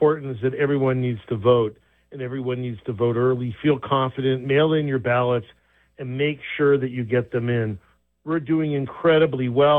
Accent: California, United States; Yeah, I am from California about 8 years ago.

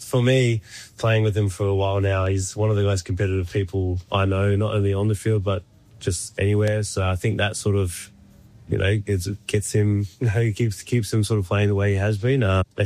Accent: New Zealand; I grew up obviously in New Zealand, and obviously when you're in New Zealand, back in the day it was more the All Blacks

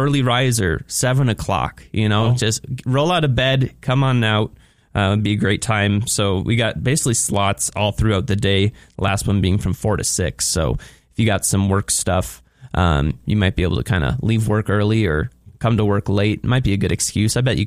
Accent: Fargo, North Dakota, United States; Originally from Fargo, Moorhead.

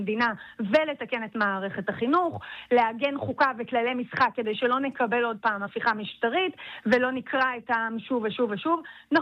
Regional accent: Jerusalem, Jerusalem District, Israel; אני ירושלמית

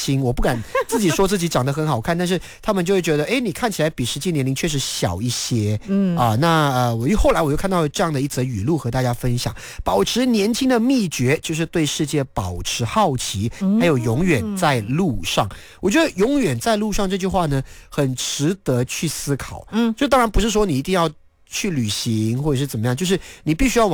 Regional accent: Malaysia; 对对，我是马来西亚人，那我这位同事呢，他就是马来族啊，马来人，那我是在马来西亚，我目前是第三代的华人

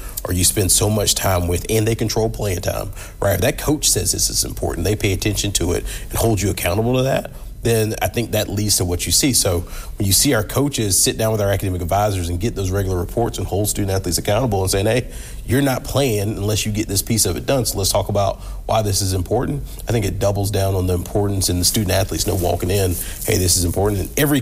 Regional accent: South Carolina, United States; also born or lived in Texas; now in Toledo, United States; I grew up in South Carolina. I spent 7.5 years in Texas.

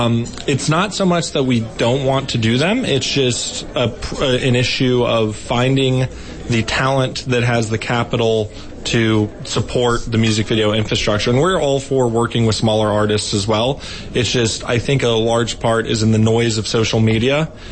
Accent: Louisiana, United States; also born or lived in Atlanta / Florida; I lived in Atlanta for a long time, lived in Florida before that, although I am from Louisiana.

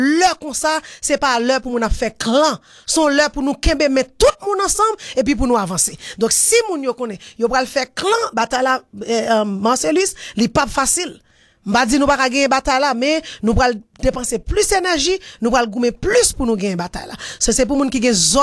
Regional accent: Haiti; c'est pour nous al mettre pour nous faire valeur nous en tant que peuple, en tant que haïtien

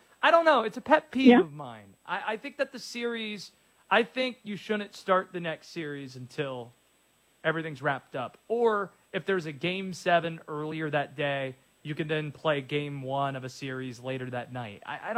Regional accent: Maryland, United States; born there; And let's not forget, I was born in Maryland, man. Lacrosse doesn't get much bigger than it is there.

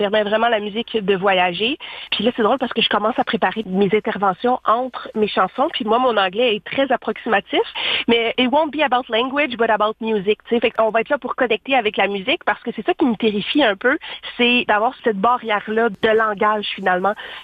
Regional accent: Ottawa, Ontario, Canada; Moi, je viens d'Ottawa.

